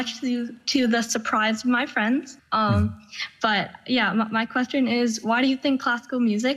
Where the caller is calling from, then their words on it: Sea Cliff, New York, United States; I'm from Long Island, from Seacliff. Mm-hmm. I'm in seventh grade